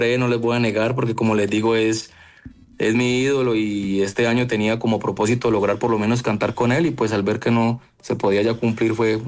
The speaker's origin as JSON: {"language": "Spanish", "town": "Popayán", "region": "Cauca", "country": "Colombia", "said": "yo soy de Popayán"}